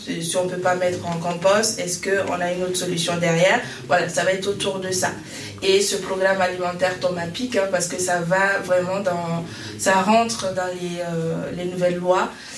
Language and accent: French; Centre-Val de Loire, France; je suis de l'Eure-et-Loire, plutôt à Vauves, mais je travaille à Chartres.